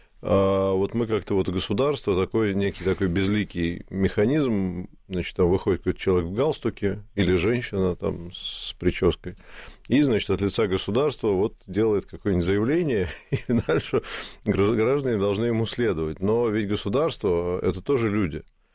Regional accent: Russia; Еще раз вам повторяю, я гражданин России, это моя страна, я поддерживаю свою страну.

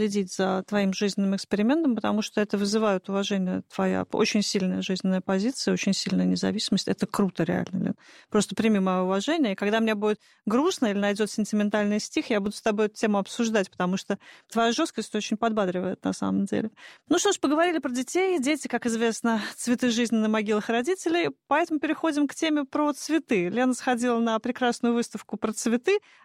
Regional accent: Moscow, Russia; Мы все вот москвичи стараемся.

